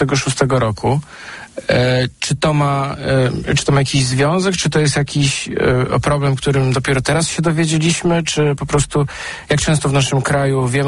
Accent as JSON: {"language": "Polish", "town": "Sopot", "region": "Pomeranian Voivodeship", "country": "Poland", "said": "Jako sopocianin"}